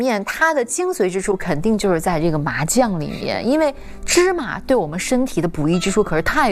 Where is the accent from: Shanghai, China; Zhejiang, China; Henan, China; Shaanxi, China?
Shaanxi, China; accent: Shaanxi dialect; moved away; 让我想到了我老家的一种美食，叫荞面饸饹。我们陕西话说荞面饸饹